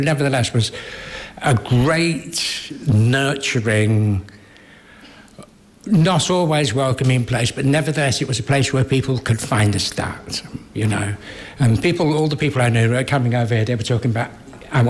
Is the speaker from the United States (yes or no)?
no; England, United Kingdom; born there; eighth child, but I was the first one born in England.